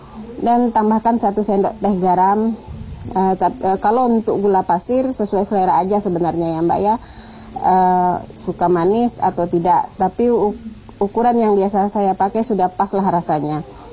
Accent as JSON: {"language": "Indonesian", "region": "Riau", "country": "Indonesia", "tie": "born there", "moved": "as an adult", "lives_now": "Jambi, Indonesia", "said": "daerah kelahiran saya di Riau"}